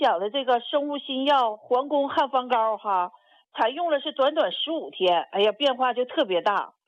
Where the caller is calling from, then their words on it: Wuhan, Hubei, China; 我是武汉的，我今年是65岁。